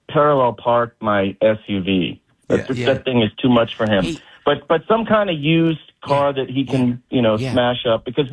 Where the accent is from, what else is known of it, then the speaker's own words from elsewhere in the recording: Boston, Massachusetts, United States; And when I grew up in Boston, you know, I didn't have a car. I had a bike.